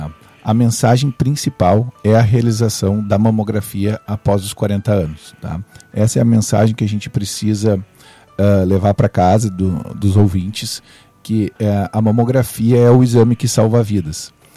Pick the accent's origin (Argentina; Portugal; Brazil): Brazil; born or raised there